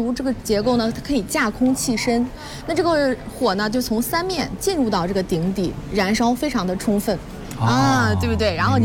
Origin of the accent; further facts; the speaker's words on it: Henan, China; 像咱们河南人一样，是不是特别实在？